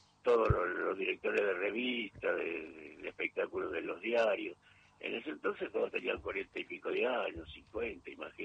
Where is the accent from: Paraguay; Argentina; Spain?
Argentina